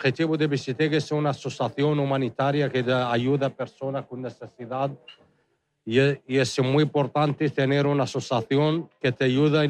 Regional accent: Western Sahara; also born or lived in Tindouf; now in Bilbao, Spain; Yo soy una persona, yo soy del Sahara, llevo aquí en Bilbao 9 años.

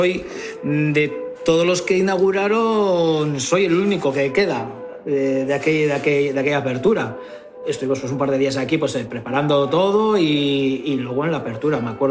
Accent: Bilbao, Basque Country, Spain; yo soy de Santutxu y yo empecé a trabajar en Algorta con 17 años.

